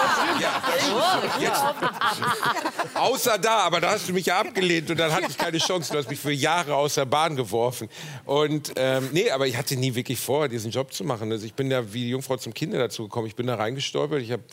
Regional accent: Gelsenkirchen, North Rhine-Westphalia, Germany; Ich komme aus dem Ruhrpott. Gelsenkirchen hat sowas nicht.

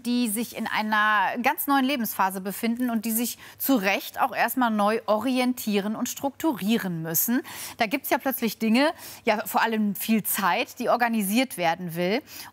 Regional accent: North Rhine-Westphalia, Germany; An vielen Universitäten bei uns in Nordrhein-Westfalen gibt es das Seniorenstudium.

